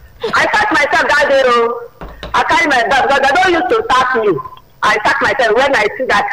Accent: Canada; I'm from Canada.

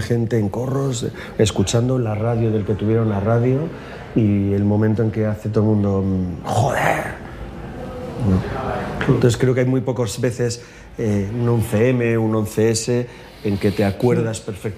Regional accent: Irún, Basque Country, Spain; Yo soy de allí también, soy de Irún.

